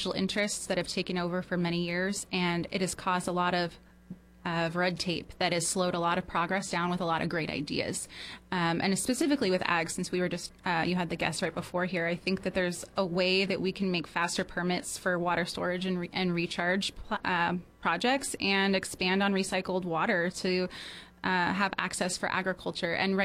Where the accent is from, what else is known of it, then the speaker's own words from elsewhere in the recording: San Luis Obispo County, California, United States; I am the only assembly candidate born and raised in Slo County on the Central Coast.